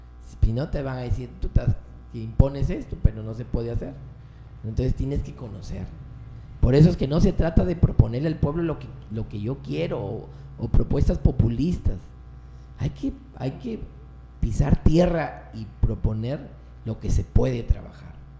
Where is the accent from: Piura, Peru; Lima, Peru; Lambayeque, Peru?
Piura, Peru; Tambogrande; mi pueblo de Tamborande.